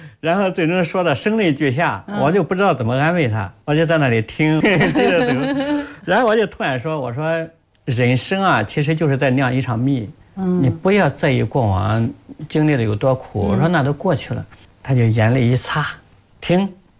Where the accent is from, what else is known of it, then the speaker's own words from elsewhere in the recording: China; moved away; 我老家的，我的村庄